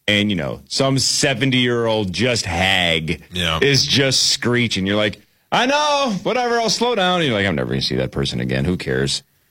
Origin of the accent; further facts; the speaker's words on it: Chisago City, Minnesota, United States; I loved growing up in Chisago Lakes. Everybody has access to lakes because there's so many lakes.